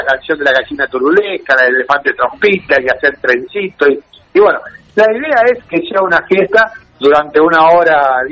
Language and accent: Spanish; Venado Tuerto, Santa Fe, Argentina; Yo, por ejemplo, soy de Venado Tuerto, Santa Fe